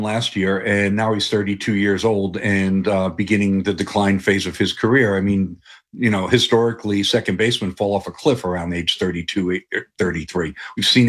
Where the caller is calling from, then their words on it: Phoenix, Arizona, United States; Wish I was clocking in from Atlanta instead of Phoenix.